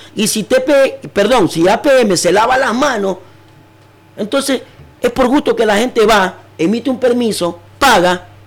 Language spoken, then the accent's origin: Spanish; Manabí, Ecuador; Entonces, nosotros somos de Montecristi, somos de Jaramillo y somos de Manta.